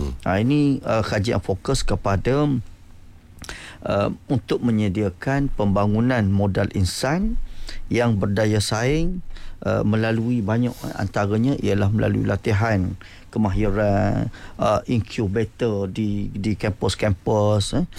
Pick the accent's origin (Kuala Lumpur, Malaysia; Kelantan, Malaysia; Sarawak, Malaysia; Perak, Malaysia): Kelantan, Malaysia; Pasir Puteh; Jadi saya sebagai anak Kelantan lahir di Pasir Putih